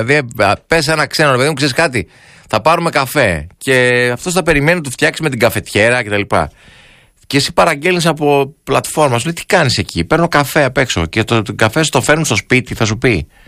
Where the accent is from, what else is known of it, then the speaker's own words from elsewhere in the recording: Thessaloniki, Central Macedonia, Greece; born there; accent: Thessaloniki; Εγώ δεν γεννήθηκα στις Βερσαλίες, γεννήθηκα στη Θεσσαλονίκη. Και έχω λίγο θεσσαλονικιώτικη προφορά, δυστυχώς. Θα ήθελα να έχω παραπάνω, μου λένε όμως ότι δεν έχω. Τελευταία μου το είπαν ότι έχω και χάρηκα πάρα πολύ.